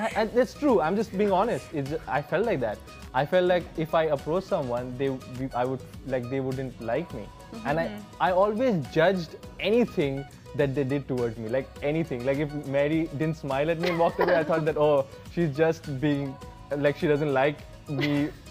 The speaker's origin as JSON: {"language": "English", "country": "India", "moved": "as an adult", "said": "I just flew out from India and came to a place where I didn't know anybody."}